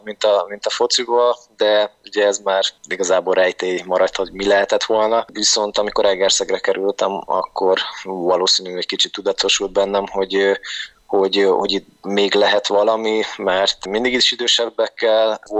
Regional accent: Veszprém, Veszprém County, Hungary; mivel veszprémi srác vagyok, ott ugye a kézilabda erős így az általános iskolába a kézit erőltették

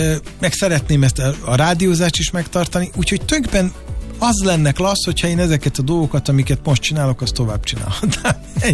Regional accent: Hungary; akkor én ott képviseltem Magyarországot is. Mert úgy mondták be, hogy a gitáros … from Hungary.

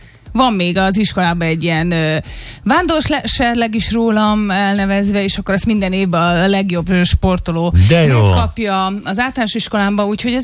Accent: Hódmezővásárhely, Csongrád-Csanád, Hungary; born there; moved away; ott születtem.

